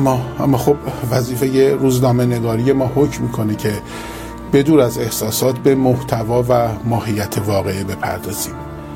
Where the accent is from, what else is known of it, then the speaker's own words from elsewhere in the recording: Isfahan, Iran; منی که خودم اهل اصفهان هستم